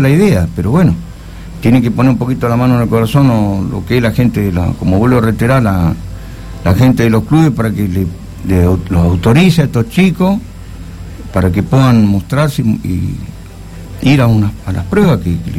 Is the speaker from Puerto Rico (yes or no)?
no; General Roca, Río Negro, Argentina; soy de acá de Roca